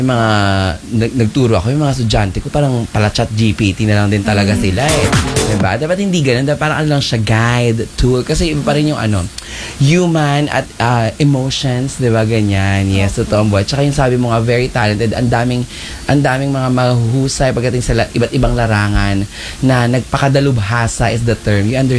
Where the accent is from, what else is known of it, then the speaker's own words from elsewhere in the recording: General Trias, Calabarzon, Philippines; also born or lived in Bacoor; I'm from General Trias, pero dati kasi taga Bambog Bacoor ako.